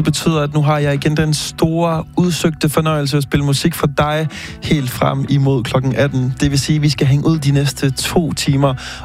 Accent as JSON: {"language": "Danish", "town": "Aarhus", "region": "Central Denmark Region", "country": "Denmark", "said": "jeg er fra Aarhus"}